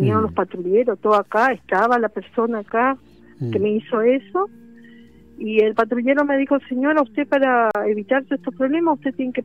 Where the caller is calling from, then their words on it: Almirante Brown, Buenos Aires Province, Argentina; Soy de Almirante Brown.